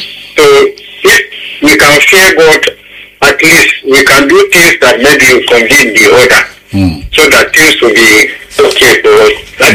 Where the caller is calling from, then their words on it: Bauchi, Nigeria; I'm calling from Bauchi.